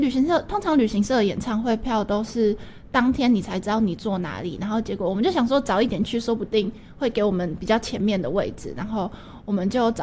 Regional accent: Taipei, Taiwan; 其实因为我是台北人，所以这也是我第一次就是离开家里

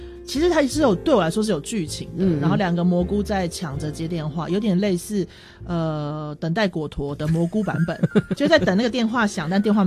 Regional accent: Taitung, Taitung County, Taiwan; 其实我是台东人

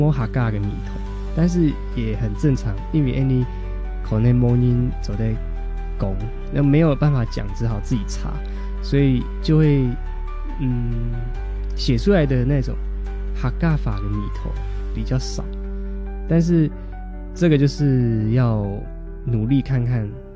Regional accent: Miaoli County, Taiwan; moved away as an adult; 我是离开了苗栗到台南读书

